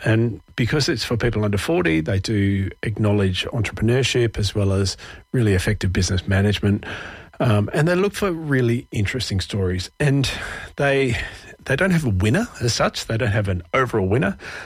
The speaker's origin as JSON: {"language": "English", "town": "Perth", "region": "Western Australia", "country": "Australia", "moved": "as an adult", "lives_now": "Melbourne, Australia", "said": "I'm from Perth originally. I moved to Melbourne in 2004, so I've been here a very big chunk of my life now. But I did spend a chunk of my working career in Perth as well."}